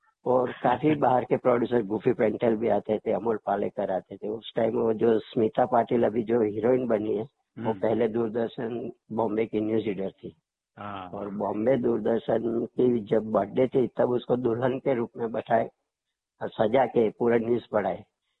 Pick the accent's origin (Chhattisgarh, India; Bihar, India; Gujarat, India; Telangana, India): Gujarat, India; मैं भी गुजराती हूँ